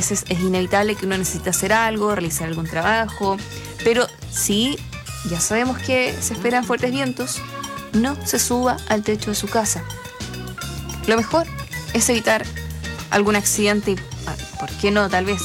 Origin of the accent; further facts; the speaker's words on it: Chile; Pero, como buena chilena, digo que es chilena.